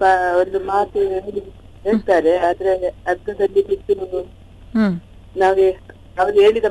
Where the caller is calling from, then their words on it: Mangalore, Karnataka, India; ಮಂಗಳೂರಿನಿಂದ.